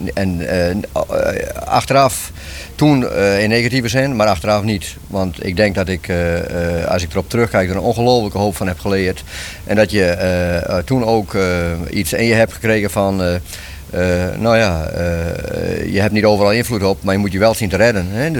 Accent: Lippenhuizen, Friesland, Netherlands; born there; Ja, dat is de streek waar ik ben geboren. Lippenhuizen, zeggen ze in het Fries, Lippenhuizen, ja. In fatsoenlijk Nederlands. Nou, daar ben ik geboren in 1943.

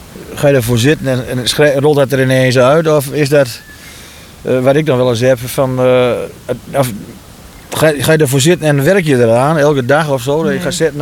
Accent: Drenthe, Netherlands; Dat vind ik als Drent wel eens, doet me dat wel eens pijn.

